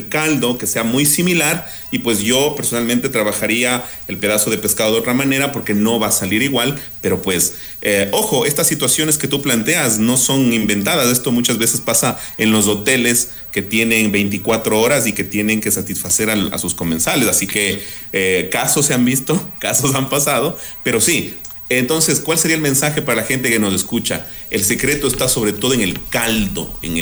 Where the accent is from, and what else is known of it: Pichincha, Ecuador